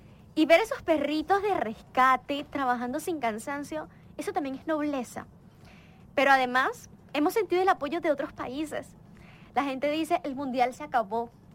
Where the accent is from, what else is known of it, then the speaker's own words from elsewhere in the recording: Venezuela; sobrevivimos a tantas cosas que como venezolanos hemos atravesado, enfermedades.